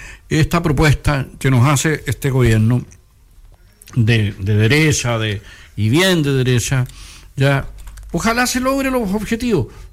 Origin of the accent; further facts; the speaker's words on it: Chile; Somos chilenos y no podemos estar pensando en otra cosa que no sea el bienestar de nuestra gente, de nuestro pueblo.